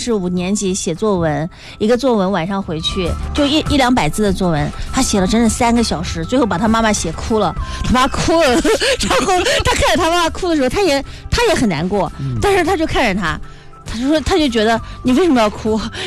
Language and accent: Chinese; Nanjing, Jiangsu, China; 我们南京话讲